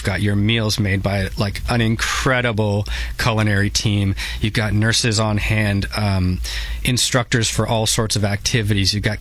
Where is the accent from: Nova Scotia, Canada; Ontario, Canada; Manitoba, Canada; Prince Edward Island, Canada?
Ontario, Canada; St. Catharines; I'm from St. Catharines. I grew up here. I remember going to art classes there when I was 8 years old